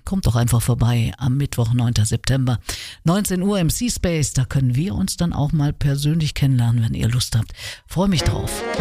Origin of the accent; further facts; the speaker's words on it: East Germany, Germany; Ihr wisst ja, ich komme aus dem Osten und kümmere mich auch immer wieder noch darum, wie das so ist.